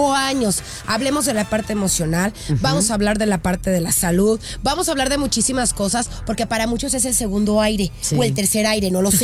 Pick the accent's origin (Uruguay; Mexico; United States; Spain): Mexico; Guadalajara, Jalisco; dos tapatías importadas desde Guadalajara, Jalisco, México.